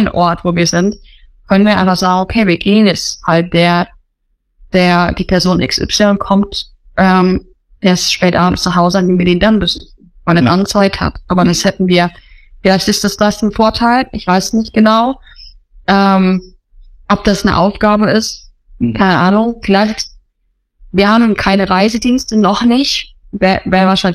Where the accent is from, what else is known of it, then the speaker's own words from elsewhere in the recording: Germany; moved away as an adult; now in Thailand; Als Deutsche würde ich uns jetzt mal bezeichnen